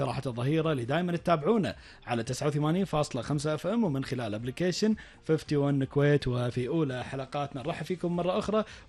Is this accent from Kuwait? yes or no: yes; Kuwait; في بلدنا الكويت،